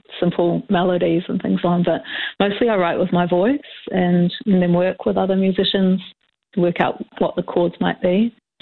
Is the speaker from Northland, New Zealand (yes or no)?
no; Christchurch, Canterbury, New Zealand; moved away; also born or lived in Burnham; Yeah, so I grew up in Christchurch, just in suburban Christchurch, and then moved out to a little farm near Burnham. So I went to Lincoln High, so I grew up in the country in my teenage years.